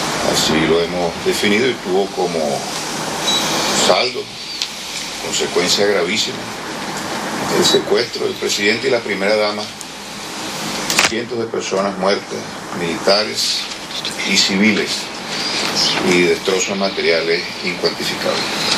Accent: Venezuela; en la defensa de nuestra patria y de nuestro presidente Nicolás Maduro

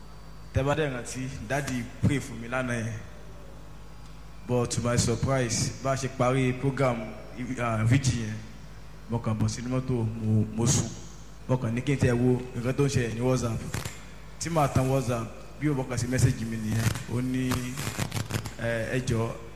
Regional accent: Ado-Ekiti, Ekiti, Nigeria; mo wá láti ìlú Ekiti State nílùú Ado.

